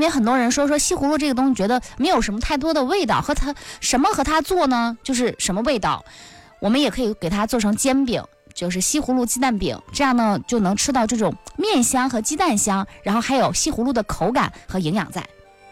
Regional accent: Northeast China, China; 春笋其实对于我们东北人来说呢，吃的可能没有那么的多

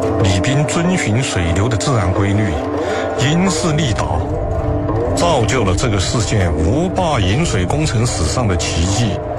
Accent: Dujiangyan, Sichuan, China; 我从小就是喝都江堰的水长大的，每一次来到这个地方啊，都有一种回到了自己精神家园的感觉

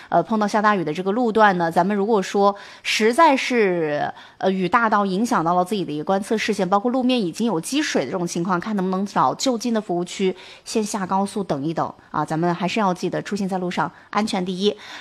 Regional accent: Jiangxi, China; 这也是咱们江西人自己的购物商城。

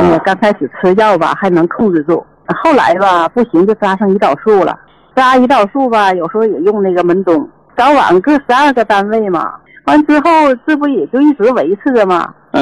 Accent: Shenyang, Liaoning, China; 我家是沈阳的。

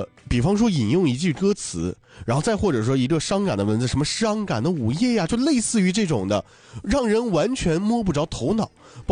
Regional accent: Northeast China, China; 咱们东北人爱吃锅包肉，

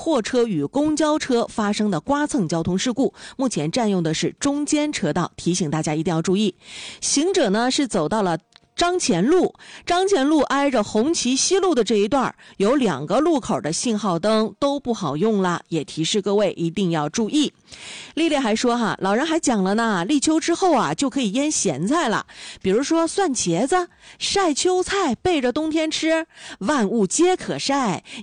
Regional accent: Dalian, Liaoning, China; 身为大连人，真骄傲。

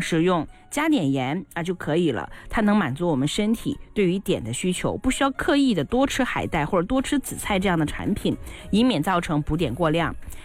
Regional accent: Inner Mongolia, China; 我是内蒙古的嘛，在我小的时候，好像我们家那边啊，就是会有检查

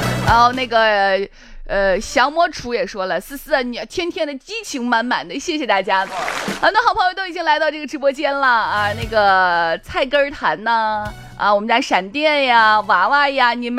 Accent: Shaanxi, China; 作为一个陕西人

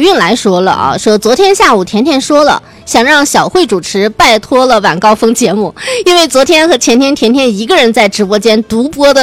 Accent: Jilin, China; 我吉林人

